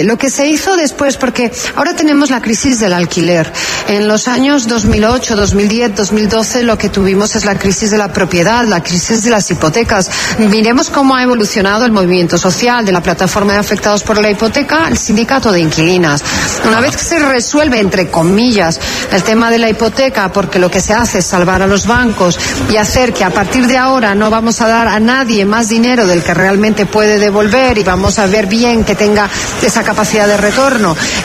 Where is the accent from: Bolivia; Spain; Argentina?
Spain; Madrid, Community of Madrid; Yo soy de Madrid, pues Madrid para los madrileños y Sevilla para los sevillanos, oiga.